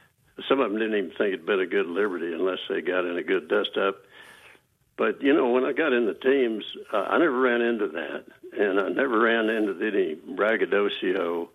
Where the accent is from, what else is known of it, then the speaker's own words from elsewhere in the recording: Texas, United States; I was raised out in West Texas in the outside the hill country.